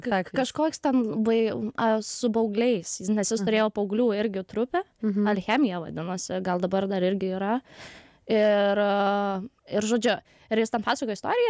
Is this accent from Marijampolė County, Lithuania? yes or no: no; Jurbarkas, Tauragė County, Lithuania; Aš, kaip man buvo 13 metų, aš sudalyvavau aktorių atrankoj, Jurbarke, aš esu iš Jurbarko